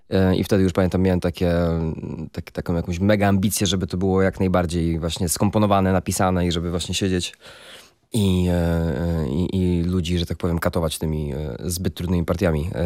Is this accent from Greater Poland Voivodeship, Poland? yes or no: yes; Kalisz, Greater Poland Voivodeship, Poland; now in Gdańsk, Poland; Ja jestem z Kalisza, ale mieszkam w Gdańsku już od jakichś 7 lat teraz.